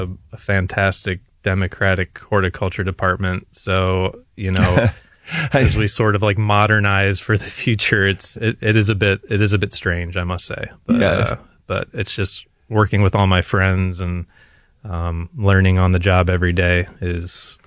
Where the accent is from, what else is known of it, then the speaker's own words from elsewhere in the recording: Cincinnati, Ohio, United States; moved away as an adult; also born or lived in Asheville, North Carolina; I went to Ohio Wesleyan University. I'm from Cincinnati and lived in a few places all around this great land